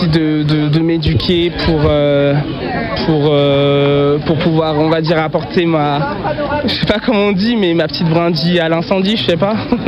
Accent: Saint-Germain-en-Laye, Île-de-France, France; born there; Je suis né à Saint-Germain-en-Laye, donc en région parisienne. Mes parents sont d'origine béninoise.

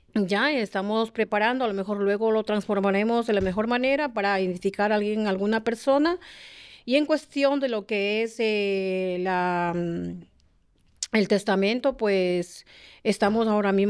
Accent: Ecuador; Y pienso que nosotros como ecuatorianos debemos mantener esa tradición donde quiera que estemos

